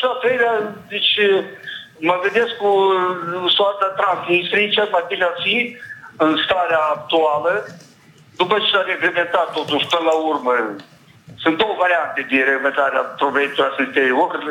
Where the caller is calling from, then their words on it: Moldova; Sunt din Smiștea